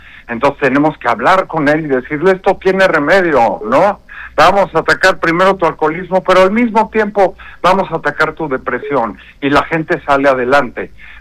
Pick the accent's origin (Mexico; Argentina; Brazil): Mexico; Pues somos mexicanos, ¿no?